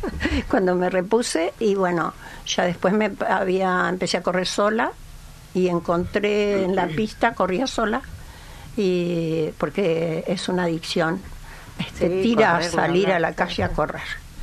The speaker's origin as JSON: {"language": "Spanish", "town": "Bahía Blanca", "region": "Buenos Aires Province", "country": "Argentina", "said": "No, yo vengo de Bahía."}